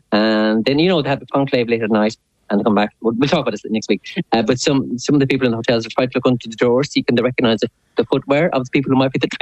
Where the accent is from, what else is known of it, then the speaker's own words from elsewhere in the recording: Ireland; as a kid growing up in Catholic Ireland